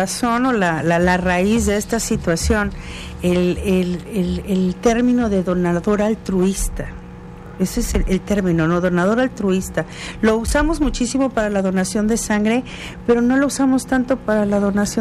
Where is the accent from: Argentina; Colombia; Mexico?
Mexico